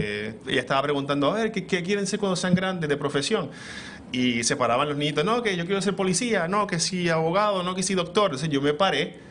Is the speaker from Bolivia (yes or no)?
no; Puerto Rico; now in Miami, United States; sacerdote escolapio de la Orden de los Padres Escolapios. Soy originario de Puerto Rico, pero ahora mismo pues resido aquí en Miami